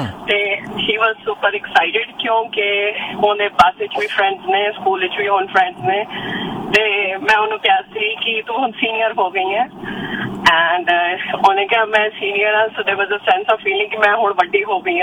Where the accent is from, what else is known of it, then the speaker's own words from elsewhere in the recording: Delhi, India; moved away; ਮੈਂ ਦਿੱਲੀ ਤੋਂ ਬਿਲੋਂਗ ਕਰਨੀ ਆ ਮੈਂ ਪੜ੍ਹੀ ਜੰਪਲ ਮੇਰੀ ਉੱਥੇ ਦੀ ਹੈ ਤੇ ਮੈਂ ਇੱਥੇ ਪੜ੍ਹੀ ਹਾਂ